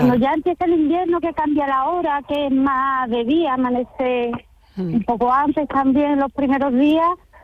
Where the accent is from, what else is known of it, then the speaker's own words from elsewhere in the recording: Arahal, Andalusia, Spain; born there; yo soy de Aral, de nacimiento.